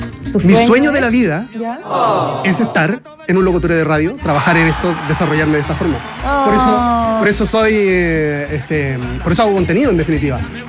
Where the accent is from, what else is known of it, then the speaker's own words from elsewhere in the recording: Chile; Somos sangucheros los chilenos